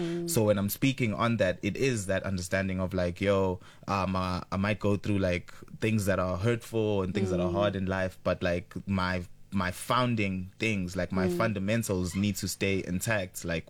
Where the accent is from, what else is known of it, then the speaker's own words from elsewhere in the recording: Empangeni, KwaZulu-Natal, South Africa; born there; So I guess I was born in Empangeni or in KZN, but how I was brought up was very much being curious about life.